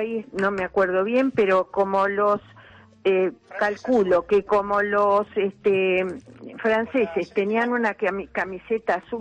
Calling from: Coghlan, Buenos Aires, Argentina; de Coughlan.

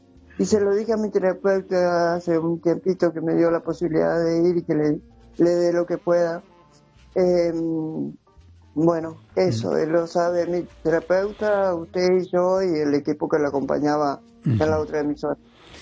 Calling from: Entre Ríos, Argentina; de Entre Ríos.

